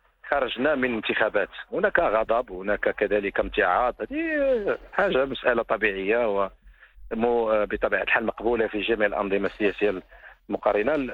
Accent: Morocco; نحن مغاربة ونعيش

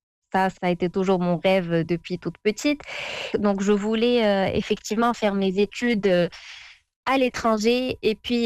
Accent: Fez, Fès-Meknès, Morocco; moved away as an adult; now in Dortmund, Germany; je suis originaire de Fès, effectivement, ma ville de cœur.

